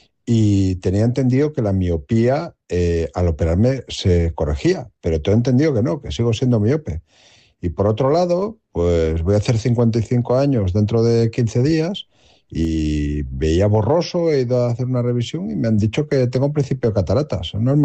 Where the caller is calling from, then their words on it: Bimenes, Asturias, Spain; de Vímenes